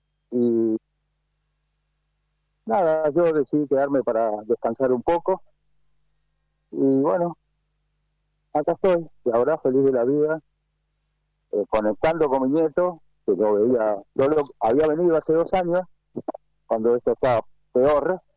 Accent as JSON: {"language": "Spanish", "region": "Buenos Aires", "country": "Argentina", "tie": "born or raised there", "said": "tengo 72 años, nací, viví y voy a terminar mis días en la capital federal, por supuesto en Cava."}